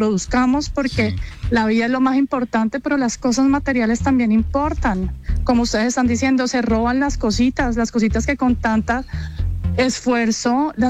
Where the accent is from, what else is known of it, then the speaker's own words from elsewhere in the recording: Buga, Valle del Cauca, Colombia; now in Bogotá, Colombia; yo soy de Buga